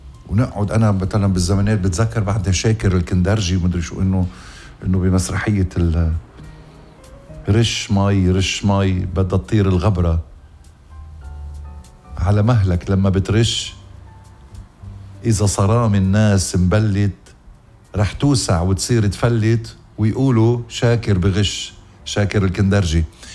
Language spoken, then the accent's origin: Arabic; Lebanon; يا آخ يا بلدي لبنان.